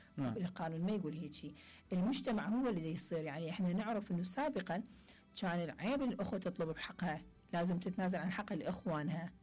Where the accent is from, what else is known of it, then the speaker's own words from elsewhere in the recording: Iraq; إحنا كلنا عراقيين